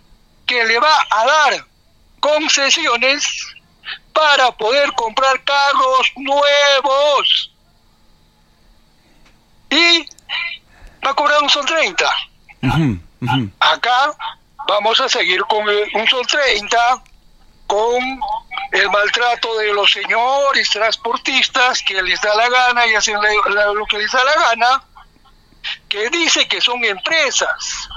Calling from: Arequipa, Peru; pues yo también soy arequipeño

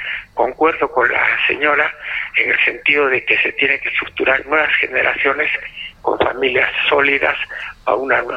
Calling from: Arequipa, Peru; nosotros como ciudadanos arequipeños debemos trascender en la historia del Perú.

